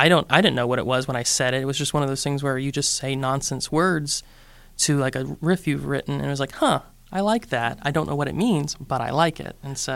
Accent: South Carolina, United States; also born or lived in New York; I was raised in South Carolina, yes, but I lived back and forth in New York for a few years.

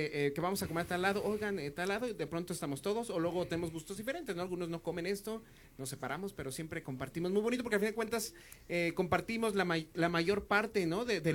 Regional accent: Mexico City, Mexico; yo soy de Azcapotzalco, de donde era el príncipe de la canción

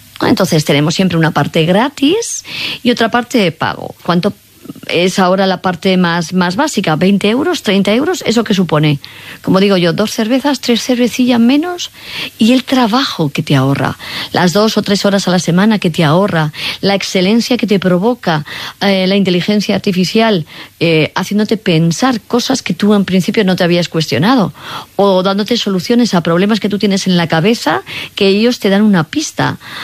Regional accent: Cuenca, Castilla-La Mancha, Spain; now in Madrid, Spain

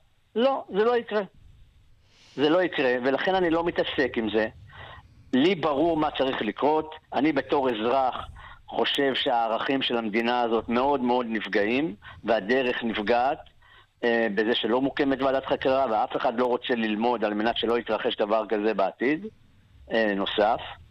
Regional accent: Be'eri, Southern District, Israel; גדלתי במקום כמו בערי, בדפוס בערי, שהיינו ארגון לומד.

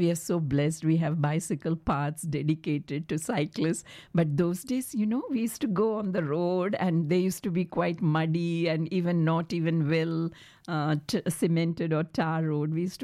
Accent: Hyderabad, Telangana, India; moved away; I grew up in Hyderabad

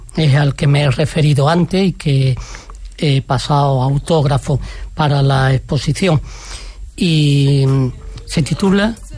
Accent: Minas de Riotinto, Andalusia, Spain; now in Huelva, Spain; los mineros de mi pueblo, Río Tinto

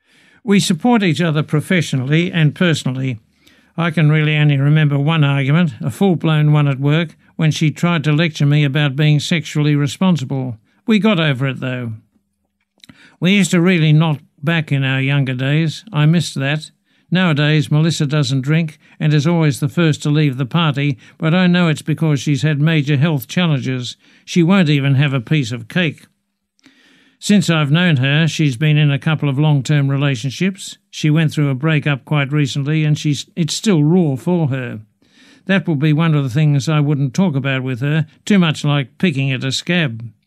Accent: New South Wales, Australia; It's a shared experience for us, even though we're from different country. I'm from Killamilroy in Western New South Wales

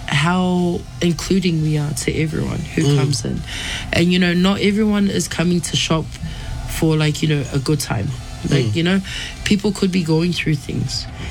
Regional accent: New Zealand; yes, I am American Samoan Tongan, born and raised in New Zealand, but the store isn't just a Samoan store.

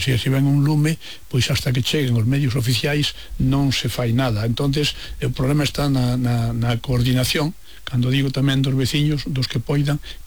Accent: Sober, Galicia, Spain; born there; now in Vigo, Spain; Mire, eu nacín en Vigo, pero nacín en Sober.

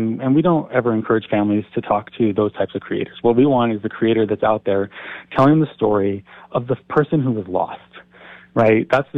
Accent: New Mexico, United States; We're from New Mexico. I've lived here my entire life.

